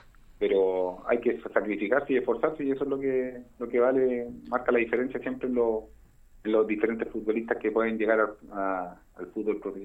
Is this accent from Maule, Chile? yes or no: yes; Linares, Maule, Chile; moved away as an adult; now in Curicó, Chile; volví a Linares por temas ahí personales, tuve que volver a mi tierra el segundo semestre, y después de eso, al siguiente año, se me da la posibilidad de venir a Curicó, y allí donde me radico